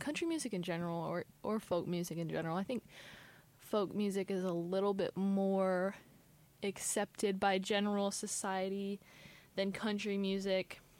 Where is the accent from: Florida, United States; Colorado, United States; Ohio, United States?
Ohio, United States; I'm from Ohio, which is, like, the Midwest. But I am from Southern Ohio, so I live very close to the Southern border.